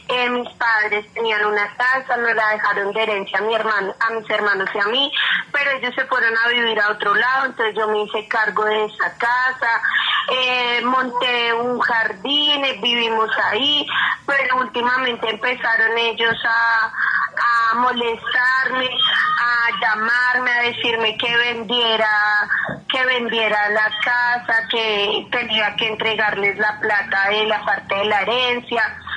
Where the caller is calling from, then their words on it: Mosquera, Cundinamarca, Colombia; Profe, lo estoy llamando desde aquí, es de Mosquera.